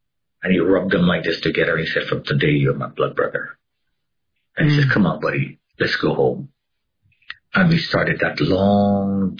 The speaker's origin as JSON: {"language": "English", "country": "Canada", "tie": "born or raised there", "said": "I was born and raised in Canada."}